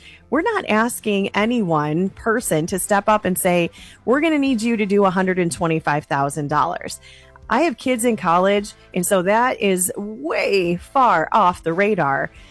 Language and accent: English; North, United States; because, like Tom, I'm also from the North and I talk pretty fast.